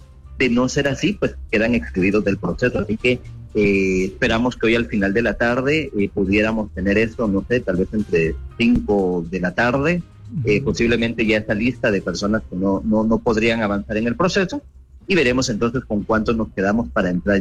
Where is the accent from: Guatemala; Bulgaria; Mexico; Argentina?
Guatemala